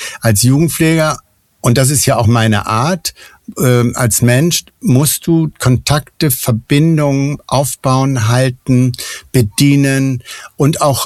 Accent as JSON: {"language": "German", "region": "Northern Germany", "country": "Germany", "said": "Ich bin ja selber Norddeutscher und habe eigentlich die erste Hälfte meines Lebens eben damit verbracht, möglichst weit weg von zu Hause zu kommen."}